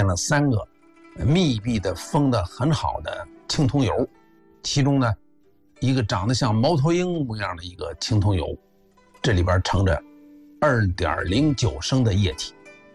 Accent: China

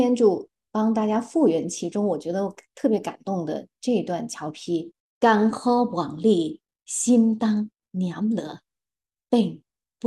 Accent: Chaoshan, Guangdong, China; 我们潮汕人骨子里对"情义"二字看得就特别的重。

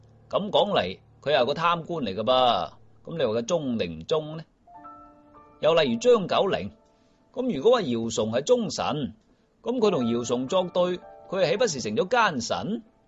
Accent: China; 我发现我们中国人自古以来呢，对于朝廷的大臣习惯了一个所谓的中间二元格局

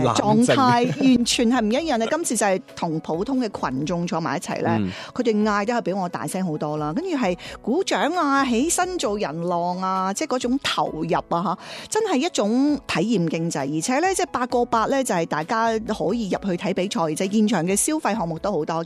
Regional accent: Jiangmen, Guangdong, China; 我家乡江门

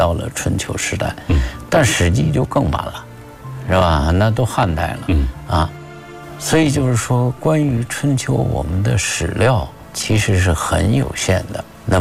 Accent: China; 我们中国人

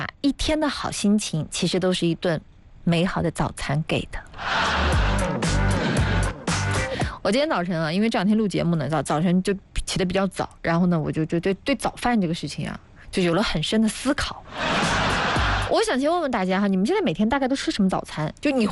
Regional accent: Anhui, China; 其实作为安徽人，我很骄傲，就是咱们安徽十几个城市

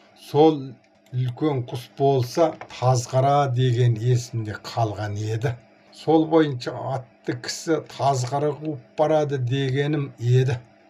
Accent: Xinjiang, China; Біздің үй Құрсай деп аталатын жер аты.

